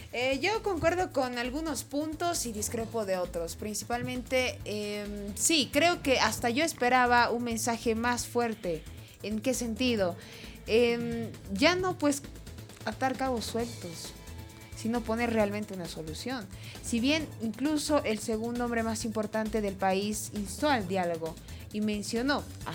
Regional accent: Bolivia; todos somos bolivianos.

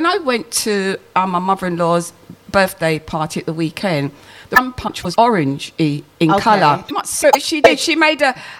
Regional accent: United Kingdom; born there; Rosie and I are born British, but we are Jamaican raised.

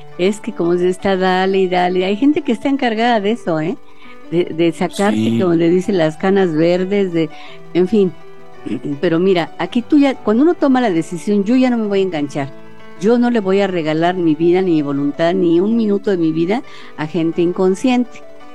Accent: Mexico

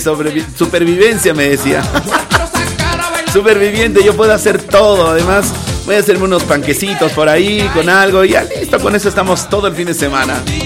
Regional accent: Bolivia; nuestros chuñitos bolivianos.

